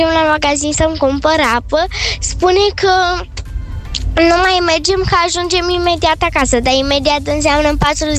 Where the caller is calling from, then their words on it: Bucharest, Romania; din București.